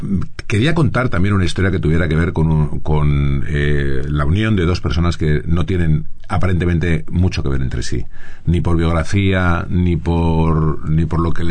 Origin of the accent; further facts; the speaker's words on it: Madrid, Community of Madrid, Spain; yo soy madrileño y un poco del mismo barrio que Antonio.